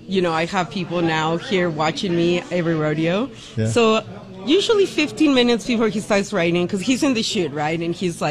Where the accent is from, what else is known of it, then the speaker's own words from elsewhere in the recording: Toppenish, Washington, United States; From Toppenish, Washington.